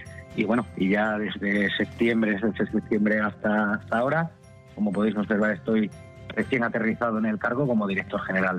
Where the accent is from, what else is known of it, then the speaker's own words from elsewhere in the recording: Extremadura, Spain; Posteriormente decidí volverme a mi tierra como buen extremeño.